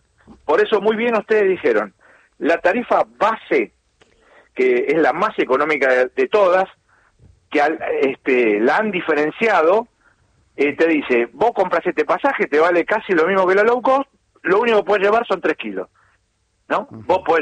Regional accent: Argentina; soy argentino yo también

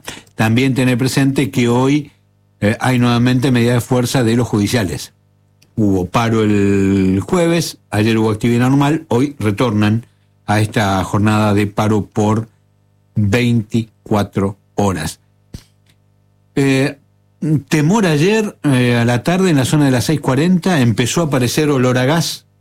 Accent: Río Grande, Tierra del Fuego, Argentina; cuando era chico en Río Grande

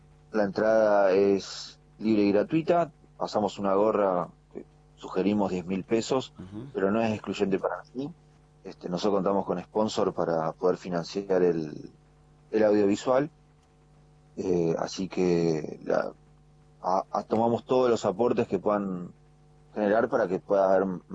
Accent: Patagonia, Argentina; como somos una región la más nueva de nuestro país

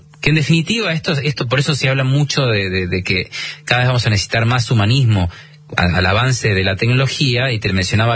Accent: Argentina; accent: Argentine; pero sí afuera se dan cuenta que soy argentino porque tengo algo de acento, ¿no? Pero no es muy marcado.

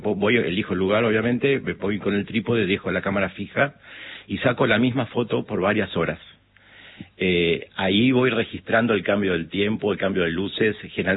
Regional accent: Buenos Aires, Argentina

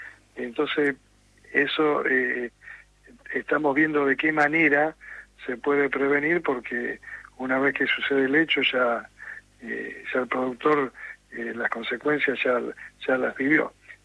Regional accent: Argentina

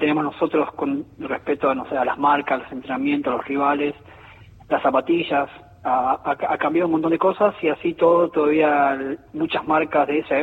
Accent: Entre Ríos, Argentina; Villaguay, que está cerca de mi pueblo

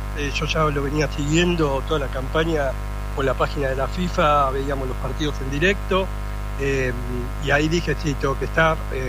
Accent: Argentina; now in Buenos Aires, Argentina; que yo soy argentino y fanático del fútbol

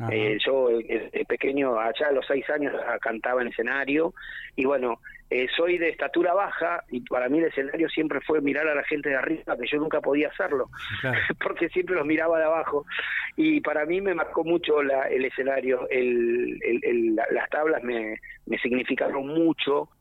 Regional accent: Puerto Deseado, Santa Cruz, Argentina; born there; now in Buenos Aires, Argentina; muy similares a mi pueblo Puerto Deseado.

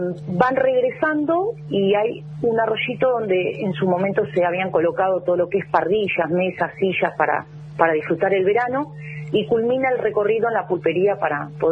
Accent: Azul, Buenos Aires Province, Argentina; moved away as an adult; now in Tandil, Argentina; soy la única que no soy de Tandil, yo soy azuleña.

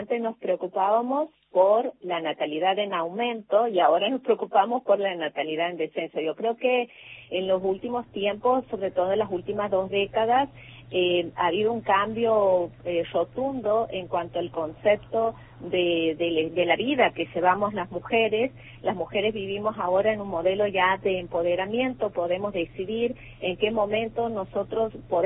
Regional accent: Santiago del Estero, Argentina

